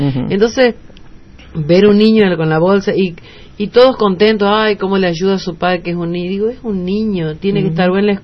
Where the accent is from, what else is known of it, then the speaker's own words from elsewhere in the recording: General Pinedo, Chaco, Argentina; yo soy de General Pinedo.